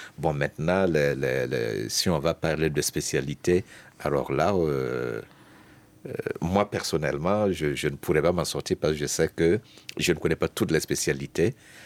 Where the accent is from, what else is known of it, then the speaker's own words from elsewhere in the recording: Zorgho, Plateau-Central, Burkina Faso; Moi, c'est de Zorgho, comme il le disait, chez nous, on a un plat traditionnel qui est la grenouille.